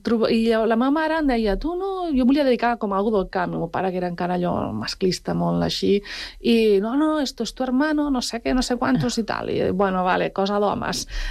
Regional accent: Palau-sator, Catalonia, Spain; Jo a vegades, no, sóc de la Bisbal, saps? De l'Empordà, no sé què, tal, no, sóc de Palau-sator, i ara ho dic ben alt, no? I sóc de pagès.

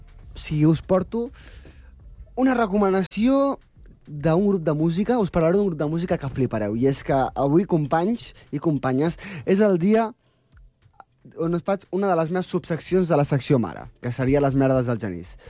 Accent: Granollers, Catalonia, Spain; Soc de Granollers.

